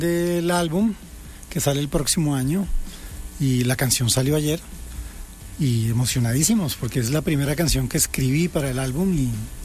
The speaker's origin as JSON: {"language": "Spanish", "country": "Colombia", "moved": "yes", "lives_now": "Los Angeles, United States", "said": "Yo soy colombiano."}